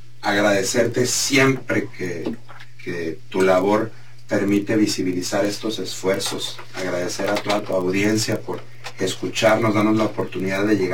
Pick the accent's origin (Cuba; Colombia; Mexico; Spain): Mexico; Tabasco; yo soy tabasqueño también